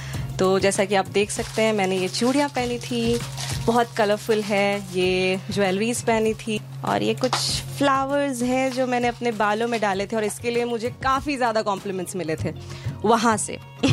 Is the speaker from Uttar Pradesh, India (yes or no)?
no; Bihar, India; जैसे हम बिहार से हैं तो.